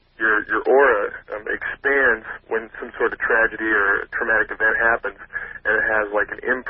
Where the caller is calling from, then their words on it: Council Bluffs, Iowa, United States; I'm calling from Council Bluffs, Iowa.